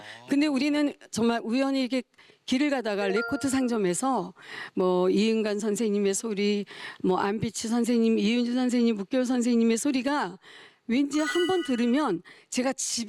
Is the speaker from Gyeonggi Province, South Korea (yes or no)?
no; Seoul, South Korea; 전 서울 토박입니다.